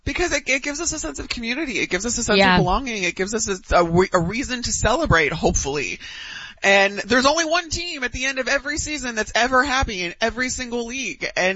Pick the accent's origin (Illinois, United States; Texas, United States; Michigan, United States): Illinois, United States; Chicago; growing up in Chicago, I have seen very few championships in the city.